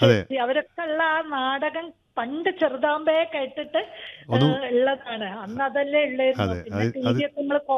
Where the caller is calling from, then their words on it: Kozhikode, Kerala, India; ഞാൻ മായനാട്.